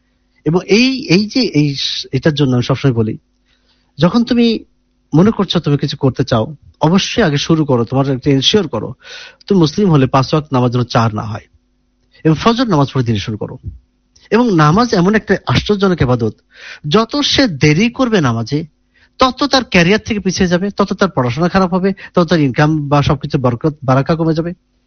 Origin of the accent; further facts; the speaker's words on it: Kushtia, Khulna Division, Bangladesh; now in Dhaka, Bangladesh; আমার বাড়ি কুষ্টিয়া